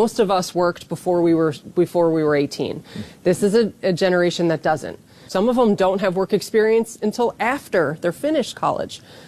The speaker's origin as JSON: {"language": "English", "region": "East Coast", "country": "United States", "said": "I'm from the East Coast, so they shovel snow, like things like"}